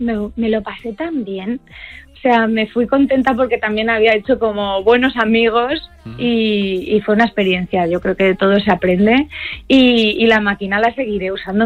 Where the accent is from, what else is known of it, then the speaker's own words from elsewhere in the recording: Altea, Valencian Community, Spain; Vine a firmar los discos a mi pueblo, al Altez.